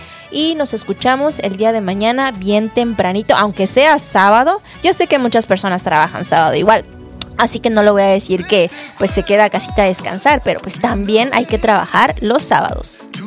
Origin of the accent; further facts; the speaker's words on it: Chetumal, Quintana Roo, Mexico; yo soy de Chetumal. Toda mi vida he vivido en Chetumal.